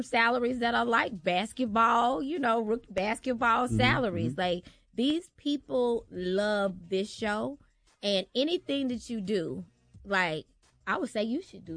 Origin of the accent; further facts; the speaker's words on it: Memphis, Tennessee, United States; I'm from Memphis.